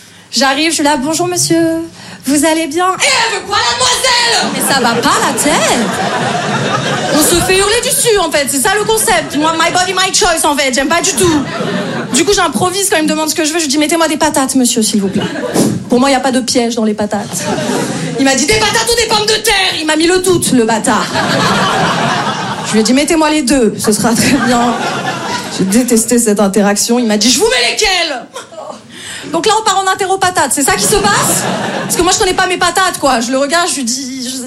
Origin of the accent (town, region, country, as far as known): Paris, Île-de-France, France